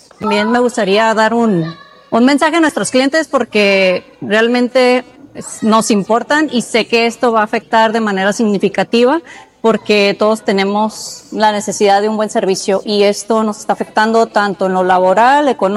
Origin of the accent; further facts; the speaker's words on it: Tijuana, Baja California, Mexico; En este caso somos de aquí de Tijuana, pues casi 100 personas.